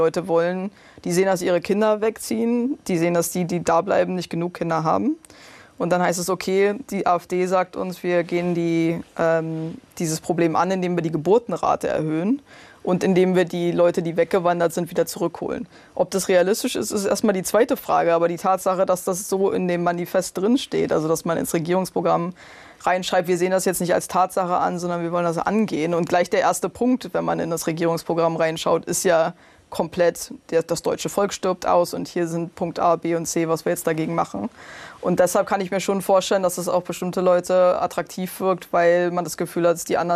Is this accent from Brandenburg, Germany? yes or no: yes; Brandenburg, Germany; damals in den 90er Jahren, als ich aufgewachsen bin in Brandenburg, es war einfach von Anfang an klar, das war jetzt kein düsteres Szenario, dass man da einfach keine Jobs in der Region hat und weg musste